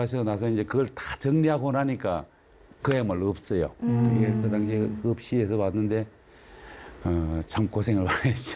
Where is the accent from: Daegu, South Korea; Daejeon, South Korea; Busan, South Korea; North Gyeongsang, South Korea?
North Gyeongsang, South Korea; Sangju; moved away; 제가 그 고향이 상주인데요. … 그래서 처음에 서울에서 고등학교를 졸업하고